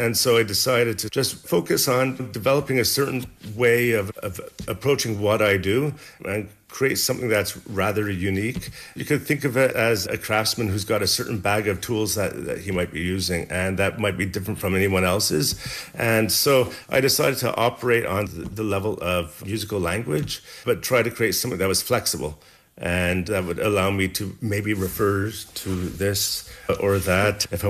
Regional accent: Montreal, Quebec, Canada; Later on in university, or in Sage, I came from Montreal and applied for the music program.

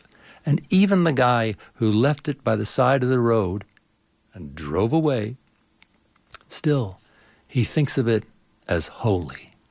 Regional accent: Toronto, Ontario, Canada; I was born and raised in Toronto.

